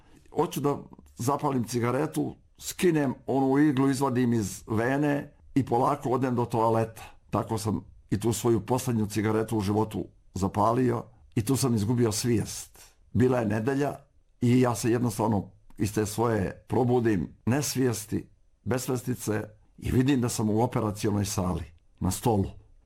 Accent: Republika Srpska, Bosnia & Herzegovina; Ja kažem, odakle sam. Ja sam Srbin, kažem. A on kaže, pa ti poznaješ, kaže, Karadžića, Mladića, Republiku Srpsku. Ja kažem, da, znam i ja sam i otuda.

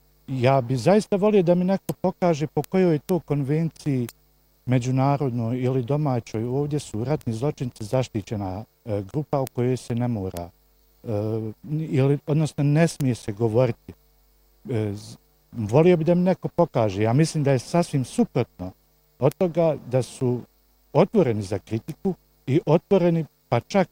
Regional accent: Bosnia & Herzegovina; A ja kao Bošnjak, evo odmah, znači na prvu i odmah snosim sankcije.

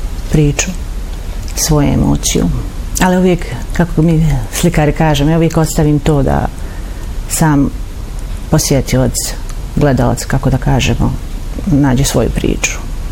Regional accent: Tuzla, Federation of Bosnia and Herzegovina, Bosnia & Herzegovina; Moja prva izložba u Tuzli, u mom rodnom gradu. Ja sam ovdje rođena i odrasla sam ovdje

